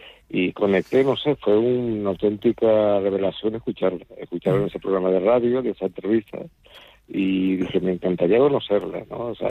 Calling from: Tenerife, Canary Islands, Spain; de Tenerife.

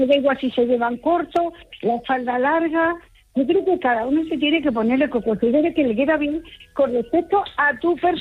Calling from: Madrid, Community of Madrid, Spain; Yo de Madrid.

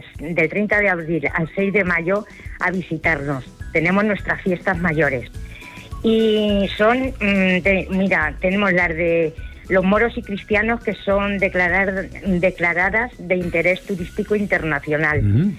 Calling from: Almansa, Castilla-La Mancha, Spain; Aquí en Almansa no son gachas, son gachamiga.

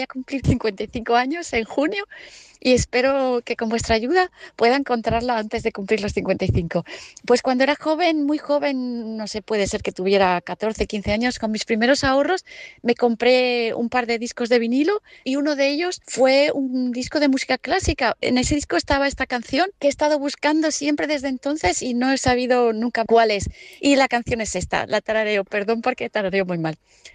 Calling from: Vigo, Galicia, Spain

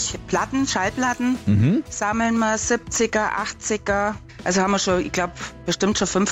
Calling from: Meitingen, Bavaria, Germany; Und wir sind Meitingen.

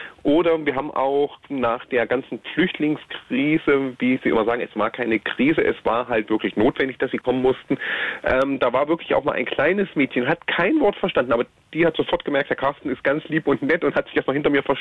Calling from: Thuringia, Germany; ich komme ja gar nicht aus eurem Sendegelände offiziell, ich komme ja aus Thüringen und ich bin auf mein Thüringen stolz.

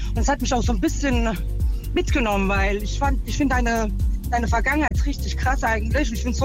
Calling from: Baden-Württemberg, Germany; Ich komme aus der Nähe von Mannheim.

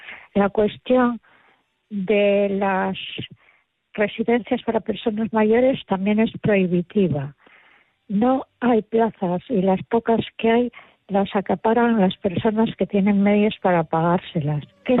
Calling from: Santander, Cantabria, Spain; llamo de Santander.

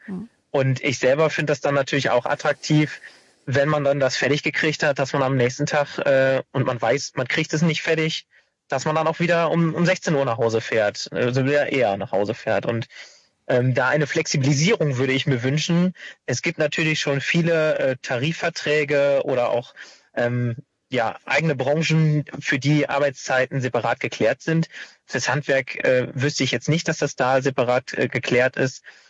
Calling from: Bad Laer, Lower Saxony, Germany

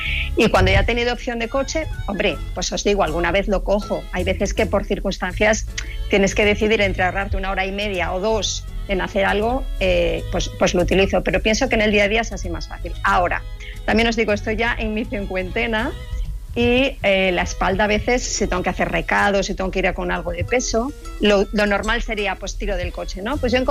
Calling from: Madrid, Community of Madrid, Spain; yo vivo en Madrid.

